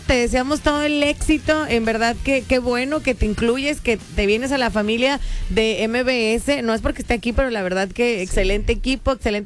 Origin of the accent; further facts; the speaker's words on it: Coahuila, Mexico; born there; moved away as an adult; Nací en Coahuila.